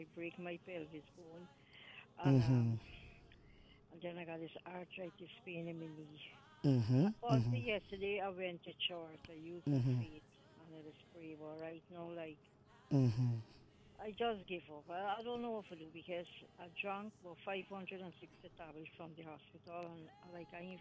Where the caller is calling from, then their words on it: Georgetown, Demerara-Mahaica, Guyana; Yes, I am from Kitty.